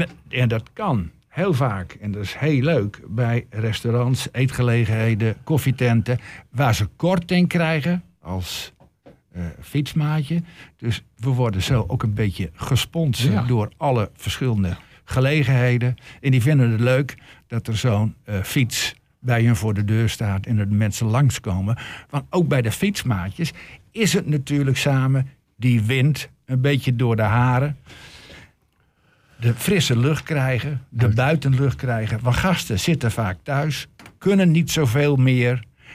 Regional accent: Groningen, Netherlands; accent: Low Saxon; Ik kom uit het oosten van Groningen.

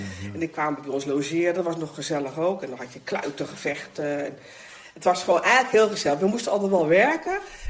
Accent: Sassenheim, South Holland, Netherlands; also born or lived in Utrecht; now in Lisse, Netherlands; ja. Ik ben een echte bolle vrouw. Want ik kom uit Sassenheim en mijn vader had een bloembollenkwekerij.

